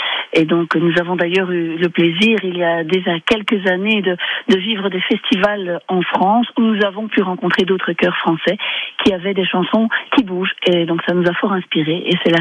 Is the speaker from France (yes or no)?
no; Belgium; Nous venons de Belgique.